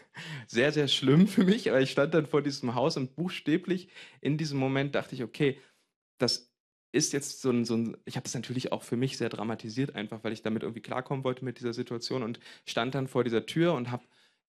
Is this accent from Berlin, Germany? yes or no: no; Blankenburg, Saxony-Anhalt, Germany; also born or lived in Wernigerode / Sarstedt / Goslar; also ich bin in Blankenburg ja aufgewachsen, also ich bin in Wernigerode zwar geboren, aber zu der Zeit kurz in Saarstedt-Heisede aufgewachsen, dann in Goslar, aber dann vor allen Dingen in Blankenburg bin ich zur Schule gegangen